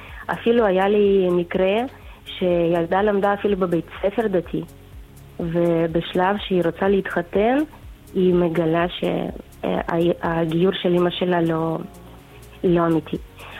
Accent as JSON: {"language": "Hebrew", "country": "Ukraine", "also_born_or_lived": "Uman, Ukraine", "second_language": "Hebrew", "moved": "as an adult", "lives_now": "Eilat, Israel", "said": "כאילו שאני לא בעצם יהודיה לפי מסמכים, למרות שגרתי באוקראינה ושנתיים גרתי באומן"}